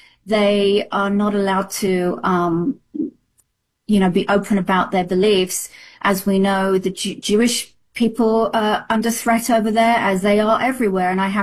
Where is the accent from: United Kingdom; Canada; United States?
United Kingdom; I said, well, I'm a British citizen, and this is a democracy, and we have freedom of speech.